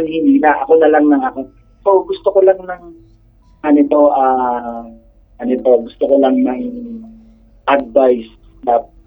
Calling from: Pasay, Metro Manila, Philippines; Taga Pilder 1, Pasay.

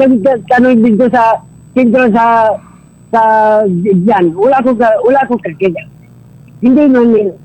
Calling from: General Santos, Soccsksargen, Philippines; Taga Jensan ako sa Maringinig.

